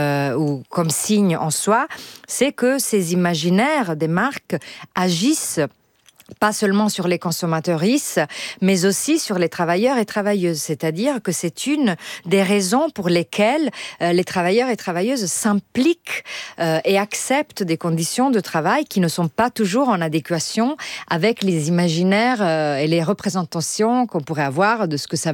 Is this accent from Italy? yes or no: yes; Italy; je suis italienne, en Italie c'est à peu près la même chose